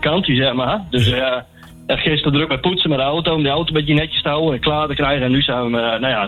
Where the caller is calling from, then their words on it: Norg, Drenthe, Netherlands; Uit Norg.